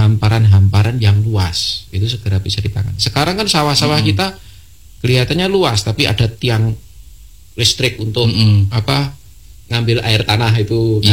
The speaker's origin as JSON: {"language": "Indonesian", "town": "Malang", "region": "East Java", "country": "Indonesia", "tie": "born there", "said": "Ah, kalau saya kelahiran Malang ya Pak ya."}